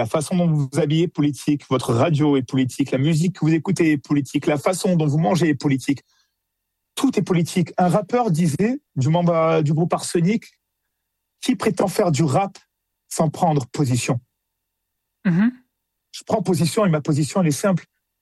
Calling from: France; Moi, avant d'être européen, je suis français aujourd'hui.

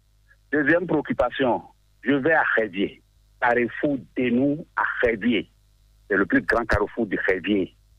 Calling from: Benin; Je vous appelle depuis Iranjiro.

